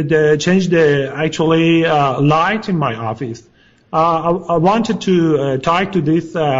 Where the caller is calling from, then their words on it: Los Angeles, California, United States; Actually, I'm in Los Angeles.